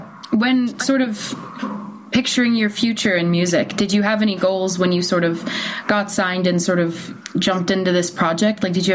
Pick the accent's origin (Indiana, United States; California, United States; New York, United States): California, United States; Los Angeles; I'm born and raised